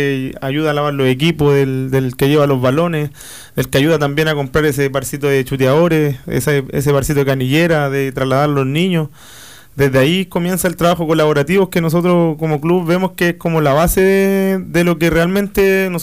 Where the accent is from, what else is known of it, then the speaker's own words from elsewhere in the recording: Chile; yo nací y criado en René Schneider, en la región